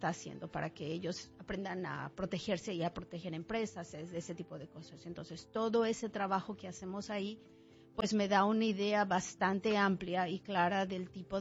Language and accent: Spanish; State of Mexico, Mexico; now in Omaha, United States; Bueno, soy originalmente de México, del Estado de México.